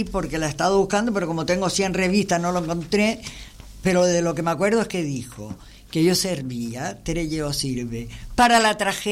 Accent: Canary Islands, Spain; Cristiano, soy canaria.

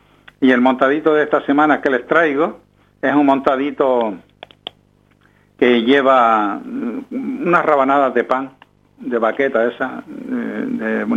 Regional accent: Canary Islands, Spain

